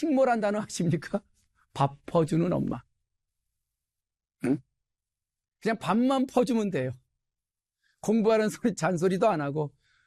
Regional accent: Chungcheong, South Korea; 제가 충청도 출신인데

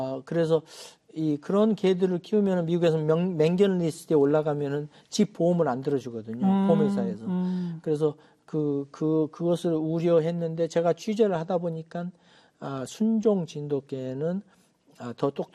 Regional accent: South Korea; now in Los Angeles, United States; 말은 영어로 했지만 정체성은 항상 한국 사람으로 살았습니다.

